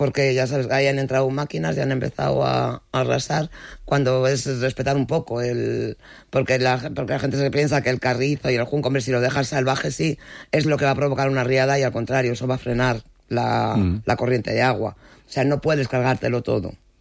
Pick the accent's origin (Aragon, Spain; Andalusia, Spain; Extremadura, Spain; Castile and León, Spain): Castile and León, Spain; aunque somos castellanos y celebramos Villalar.